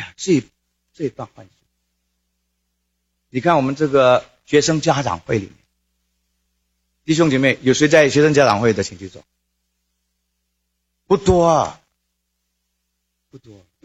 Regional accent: China; now in United States; 可能你跟我一样，我们是中国人，只要不做坏事情就好了。

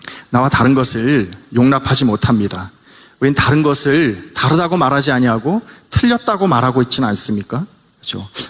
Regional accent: South Korea; now in Los Angeles, United States; 저는 2세니까요. 저는 뭐 초등학교 때 와서 한국말 잘 몰라요.

